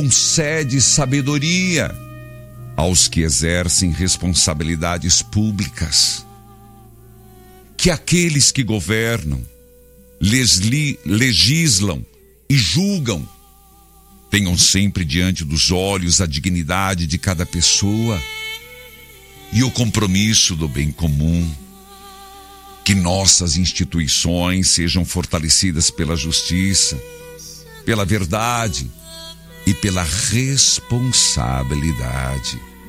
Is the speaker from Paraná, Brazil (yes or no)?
yes; Paraná, Brazil; Ubiratã, meu abraço a todo o estado do Paraná. Sou paranaense com muito orgulho.